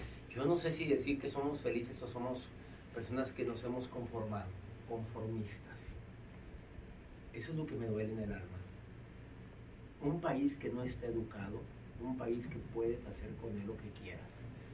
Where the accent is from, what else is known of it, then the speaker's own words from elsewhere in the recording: Mexico; Yo sí amo mi país